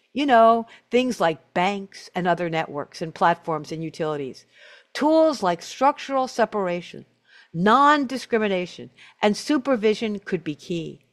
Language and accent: English; Bay Ridge, New York, United States; born there; I was born in Bay Ridge. And and where I was born in Bay Ridge, and I'm an old lady.